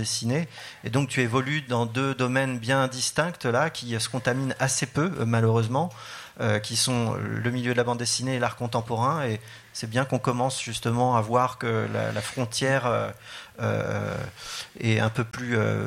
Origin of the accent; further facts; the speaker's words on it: France; chez nous en France.